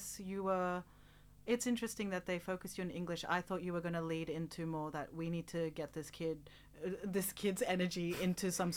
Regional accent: Australia; both of my parents are Indian and I grew up in Australia

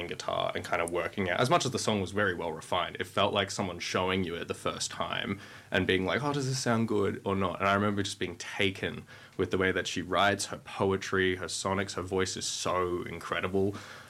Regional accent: Central Coast, New South Wales, Australia; I grew up on the Central Coast

